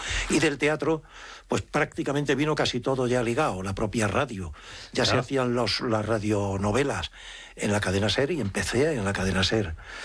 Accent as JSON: {"language": "Spanish", "region": "Extremadura", "country": "Spain", "said": "Los extremeños hablamos con un acento como tienen los andaluces o como tienen los asturianos o como tienen los gallegos."}